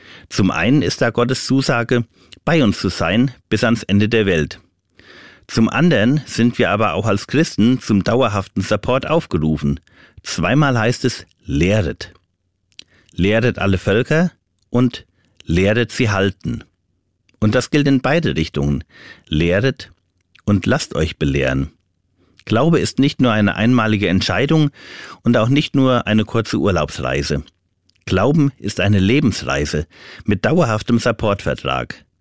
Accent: Germany; Damit werde ich dem Ruf als Deutscher wohl gerecht.

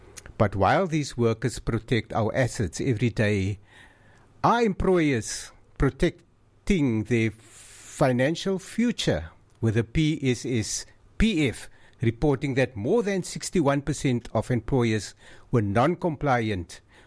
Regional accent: George, Western Cape, South Africa; I am from George.

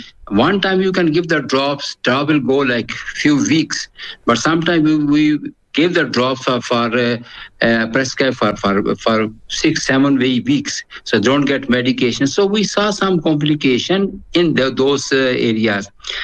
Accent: Pakistan; English is a second language; now in South Africa; because I'm from Pakistan, so we used to go travel to other areas

